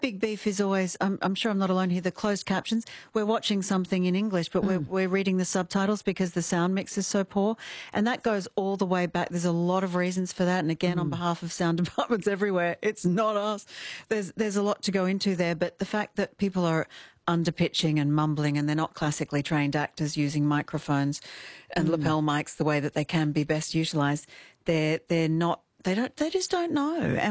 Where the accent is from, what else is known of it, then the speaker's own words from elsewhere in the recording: Kalgoorlie, Western Australia, Australia; Look, I'm from Kalgoorlie. I get to call it, you know. We sound a little bit, well, nice, you know.